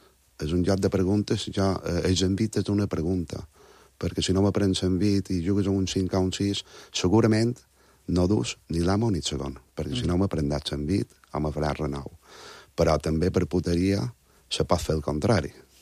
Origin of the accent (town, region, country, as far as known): Montuïri, Balearic Islands, Spain; born or raised there